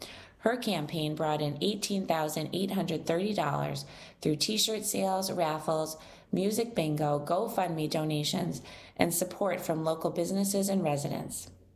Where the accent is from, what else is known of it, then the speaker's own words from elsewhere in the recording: Dorchester, Massachusetts, United States; I'm 28 years old, born and raised in Dorchester, still here 28 years later.